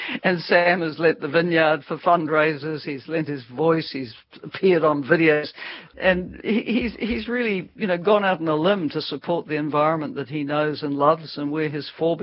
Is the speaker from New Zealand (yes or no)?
yes; New Zealand; For me, as a New Zealander, it was the starring roles that he had in some of our iconic movies.